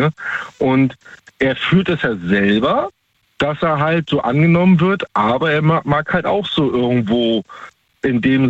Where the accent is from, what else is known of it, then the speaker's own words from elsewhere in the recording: Baltic coast, Germany; Ich bin ursprünglich aus der Ostsee, da oben die Ecke.